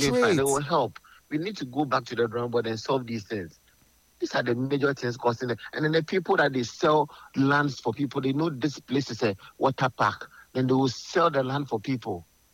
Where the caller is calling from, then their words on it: Amasaman, Greater Accra, Ghana; I'm calling from Amasaman.